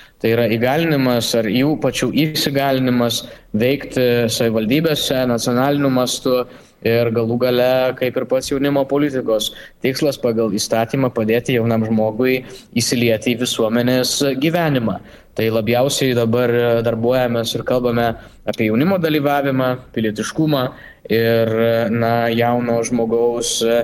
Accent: Vilnius, Vilnius County, Lithuania; Aš vilnietis esu

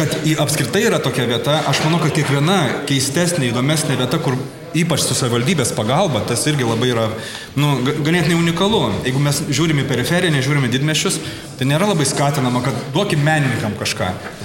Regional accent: Siesikai, Vilnius County, Lithuania; accent: Aukštaitian; now in Rapolas, Lithuania; aš nenutolau nuo Aukštaitijos, nes aš esu irgi iš Aukštaitis, iš Siesikų

